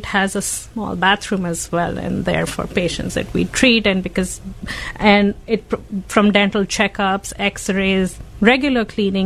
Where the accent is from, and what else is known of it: India; born or raised there; moved away as an adult